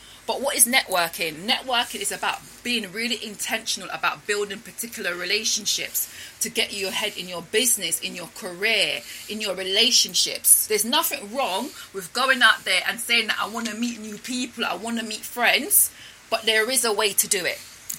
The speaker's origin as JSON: {"language": "English", "country": "Jamaica", "said": "And because I came from Jamaica"}